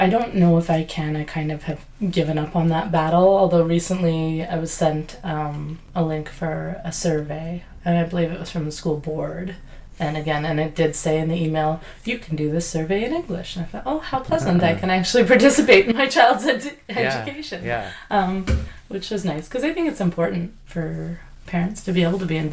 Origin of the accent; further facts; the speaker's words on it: Canada; You know, through my life as a Canadian, reading things in French all my life, and now through having my kids in French school for I think 5 years now